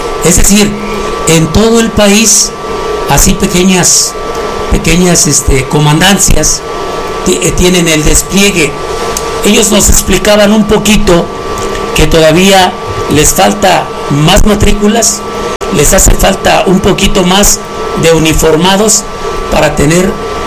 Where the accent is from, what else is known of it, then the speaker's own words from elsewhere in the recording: Cheranástico, Michoacán, Mexico; now in Paracho, Mexico; yo soy originario de la comunidad de Cheranástico. Aparte de todo, soy vecino de Paracho. Había que entender dónde nací, de dónde soy, dónde vivo actualmente.